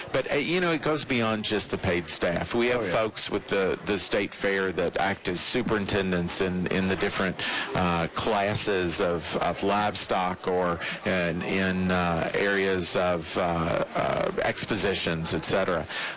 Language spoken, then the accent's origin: English; Kentucky, United States; I'm a native Kentuckian